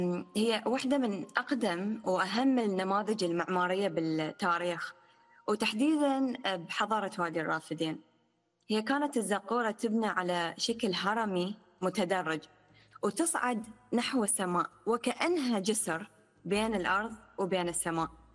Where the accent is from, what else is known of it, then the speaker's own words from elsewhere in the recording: Iraq; نشأتي بلدي العراق، البلد الغني بتنوع الحضاري والجغرافي، الثقافي، البيئي